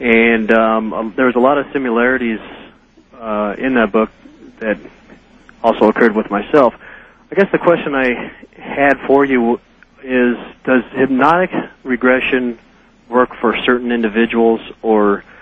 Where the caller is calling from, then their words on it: Phoenix, Arizona, United States; I'm calling from Phoenix, Arizona.